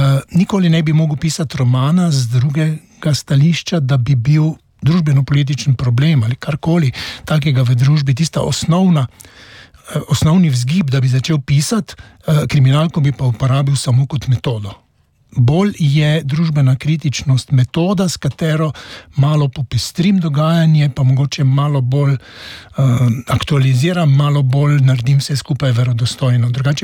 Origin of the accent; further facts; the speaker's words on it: Maribor, Drava, Slovenia; jaz večino svojega življenja živim, sem preživel v Mariboru. Tu sem se rodil, tu sem odraščal, razen par let študija, sem tu ves čas.